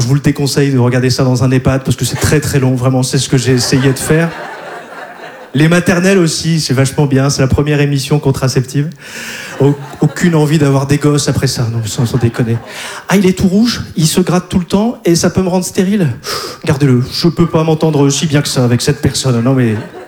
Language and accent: French; Hauts-de-France, France; moi je viens du Nord.